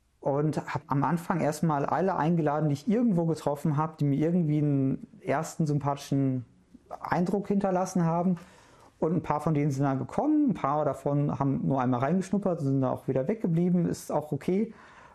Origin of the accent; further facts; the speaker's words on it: Duisburg, North Rhine-Westphalia, Germany; also born or lived in Essen; Ich bin geboren in Essen, aber ich sage immer, ich komme aus Duisburg, weil ich meine ganze Schulzeit da verbracht habe. Die Blitzvariante wäre, ich bin in Essen geboren, in Duisburg aufgewachsen